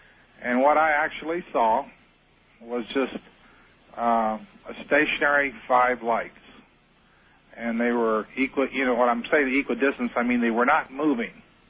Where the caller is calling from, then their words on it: Phoenix, Arizona, United States; I'm in Phoenix.